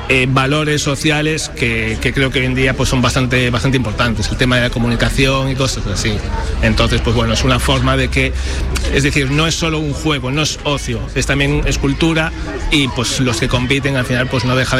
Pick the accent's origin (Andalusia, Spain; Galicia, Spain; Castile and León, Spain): Galicia, Spain; Arteixo